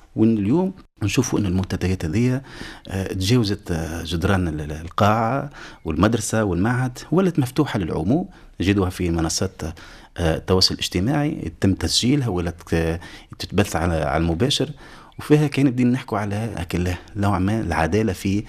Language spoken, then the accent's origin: Arabic; Tunisia